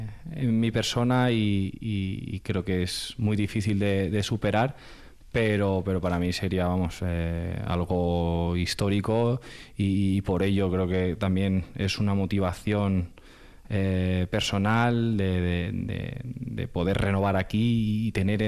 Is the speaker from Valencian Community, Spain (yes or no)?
yes; Jávea, Valencian Community, Spain; moved away as an adult; now in Vitoria, Spain; nosotros orgullosos de poder decir que somos de Javea también.